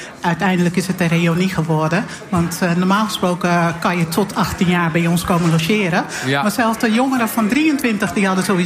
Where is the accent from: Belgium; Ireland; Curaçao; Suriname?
Suriname; Paramaribo; now in Hellevoetsluis, Netherlands; Ik kom dus uit Paramaribo. En iedereen is daar tante.